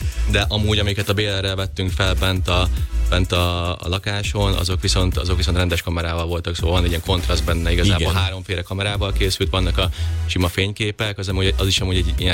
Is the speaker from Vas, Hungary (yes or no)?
no; Győr-Moson-Sopron, Hungary